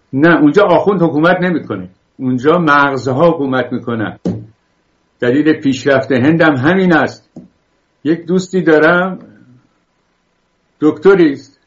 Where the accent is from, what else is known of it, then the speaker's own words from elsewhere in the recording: Bakhtiari, Iran; چون من خودم بختیاری هستم